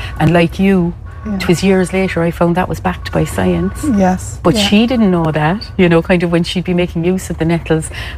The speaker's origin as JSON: {"language": "English", "town": "Cork", "region": "Munster", "country": "Ireland", "tie": "born or raised there", "said": "When I was growing up, I grew up in Mayfield in Cork, which is the north side. You know, it would have been seen as the poor side"}